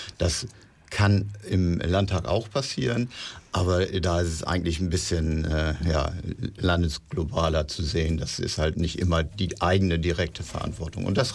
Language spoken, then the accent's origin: German; Emden, Lower Saxony, Germany; now in Twixlum, Germany; Ich komme nicht aus einem der Dörfer, das heißt, ich habe kein Kirchturmdenken. Ich komme ja aus Emden.